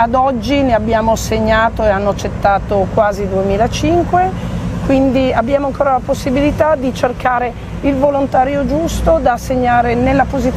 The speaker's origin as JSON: {"language": "Italian", "town": "Imperia", "region": "Liguria", "country": "Italy", "said": "Io sono di Imperia."}